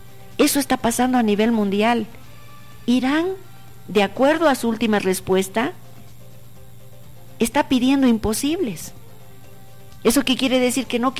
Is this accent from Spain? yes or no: no; Bolivia